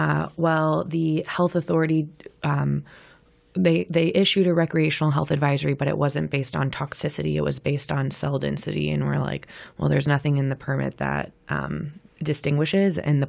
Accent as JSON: {"language": "English", "town": "Austin", "region": "Texas", "country": "United States", "tie": "born or raised there", "moved": "yes", "lives_now": "Portland, United States", "said": "growing up in Austin, Texas, every neighborhood has a free pool and a splash pad"}